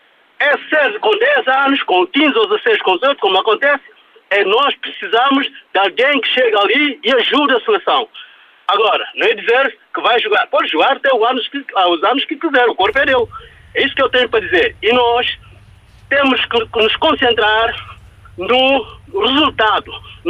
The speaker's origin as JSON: {"language": "Portuguese", "country": "Guinea-Bissau", "said": "Para mim, eu sendo a língua portuguesa como a língua oficial, eu sou da Guiné. Isso para mim é um orgulho."}